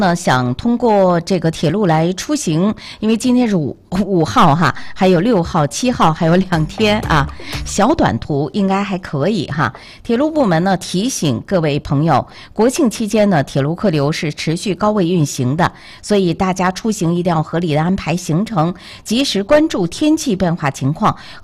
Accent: Jinzhou, Liaoning, China; 当然在我们家乡锦州这边土地上听到我们的节目呢，我会觉得咱们呢彼此呢离得更近是吧

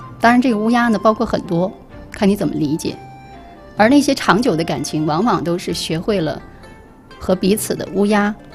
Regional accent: China

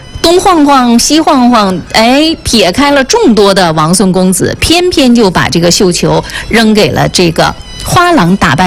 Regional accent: Northeast China, China; 这个词儿啊，就是只有我们东北人能够听得懂。

